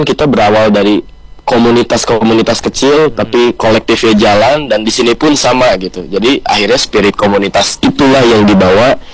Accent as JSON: {"language": "Indonesian", "country": "Indonesia", "said": "kita berasal dari Indonesia."}